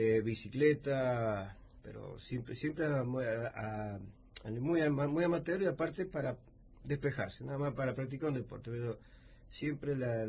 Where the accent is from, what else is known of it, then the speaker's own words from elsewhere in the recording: Atuel Norte, Mendoza, Argentina; now in San Rafael, Argentina; De Atún Norte. Mis orígenes son de Atún Norte, después me trasladé a Villatún unos años, después a partir del año 90 y del 90 más o menos estoy viviendo acá en San Rafael.